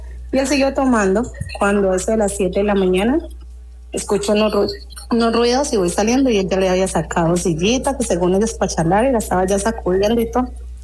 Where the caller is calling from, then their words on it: Pradera, Valle del Cauca, Colombia; Desde aquí a Pradera Valle